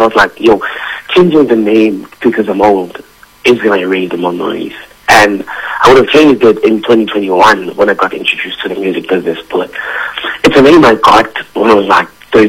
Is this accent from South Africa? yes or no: yes; Daveyton, Gauteng, South Africa; I'm from Davidson, grew up in Davidson.